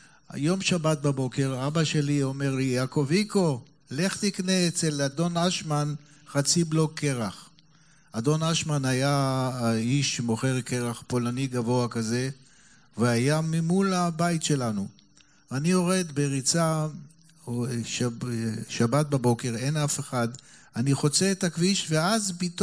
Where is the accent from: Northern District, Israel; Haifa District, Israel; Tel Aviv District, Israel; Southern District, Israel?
Haifa District, Israel; Haifa; אני נולדתי בפלסטינה, עוד לפני מדינת ישראל, בתחילת המרי נגד הבריטים, מלחמת העולם העיצומה, ושנות החיפה, חיפה של שנות 40